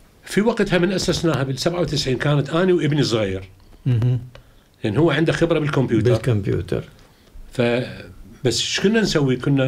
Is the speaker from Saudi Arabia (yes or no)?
no; Iraq; moved away as an adult; إحنا مرينا بها كعراقيين